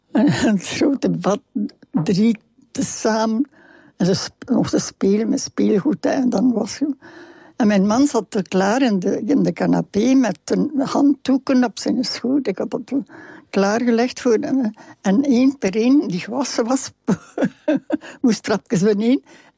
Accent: Flanders, Belgium; Ja, maar, zeg ik, zo met veel overtuiging. Ja, maar ik ben een Vlaming.

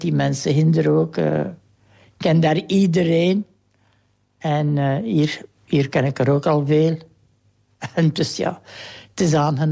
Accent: Herne, Flanders, Belgium; born there; also born or lived in Kester; mijn geboortedorp is hier in Herne. Maar ik heb dan in Kester gewoond.

